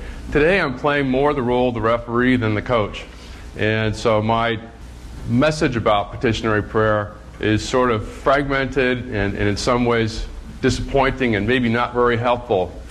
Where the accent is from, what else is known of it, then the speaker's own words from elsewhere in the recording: Ohio, United States; Where I grew up in Ohio